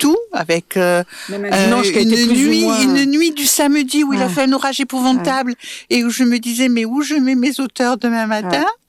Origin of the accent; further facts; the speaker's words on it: Montpellier, Occitanie, France; On est montpelliérain, on est de la métropole, et jamais, jamais, on a une place à